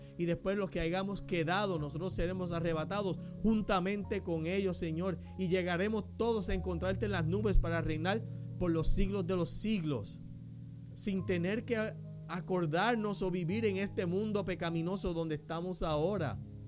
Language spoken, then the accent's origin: Spanish; Caguas, Puerto Rico; como dicen en mi pueblo, por allí en Caguas